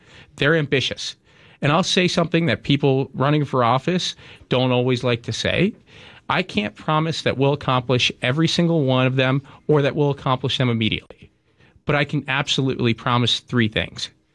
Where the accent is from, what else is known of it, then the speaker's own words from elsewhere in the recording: Massachusetts, United States; born there; When I was born on the Cape, the median home was going for about $195,000.